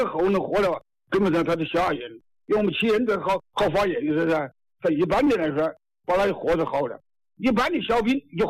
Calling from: Yunmeng, Hubei, China; 我云梦的，云梦。

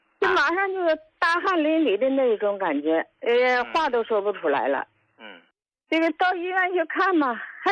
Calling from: Heilongjiang, China; 我是黑龙江的。

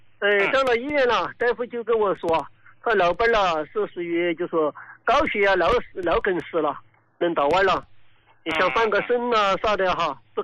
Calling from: Chongqing, China; 我是重庆的一个听众。

